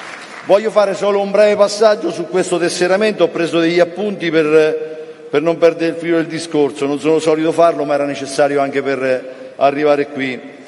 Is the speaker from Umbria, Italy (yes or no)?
yes; Terni, Umbria, Italy; Vi porto i saluti anch'io dell'Umbria, dell'Umbria del Sud, di Terni, la mia città, la città dell'acciaio, la città fra le acque, l'Interamna, la città nella quale vivo da quando sono nato, nella quale la mia famiglia vive dal 1640